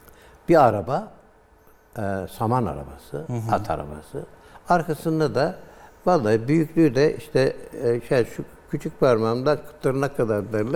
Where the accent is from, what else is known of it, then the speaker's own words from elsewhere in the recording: Denizli, Turkey; Ben Denizliyim dedim.